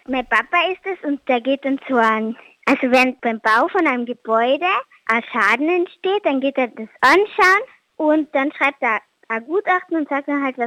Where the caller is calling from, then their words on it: Carinthia, Austria; Also ich bin 11 Jahre alt und ich komme aus der Gemeinde Möbling in Kärnten.